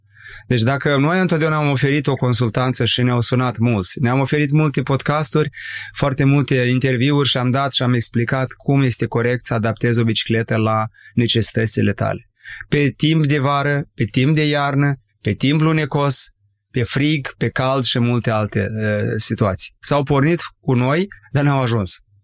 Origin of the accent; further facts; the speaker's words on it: Condrătești, Ungheni District, Moldova; moved away; Nu departe de satul meu de Baștină, Condrăteș.